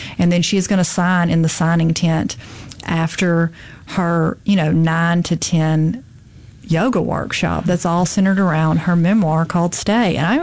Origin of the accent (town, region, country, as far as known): Mississippi, United States